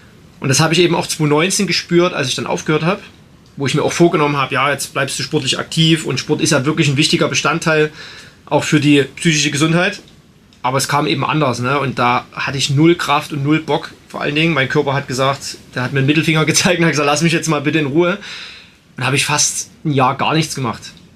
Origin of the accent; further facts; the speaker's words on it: Belgium; ich bin als Belgier auf Nummer 1 ins Ziel gekommen